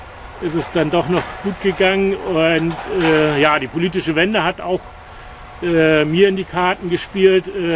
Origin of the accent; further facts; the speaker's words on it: Mecklenburg-Vorpommern, Germany; Also gebürtig bin ich Mecklenburger, an der Ostseeküste aufgewachsen, vor den Toren von Lübeck geboren, aber auf mecklenburgischer Seite.